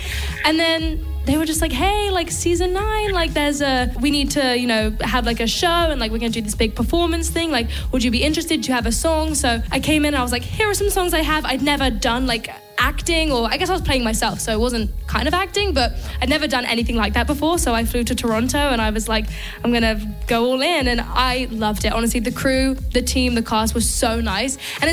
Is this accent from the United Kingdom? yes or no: yes; London, United Kingdom; born or raised there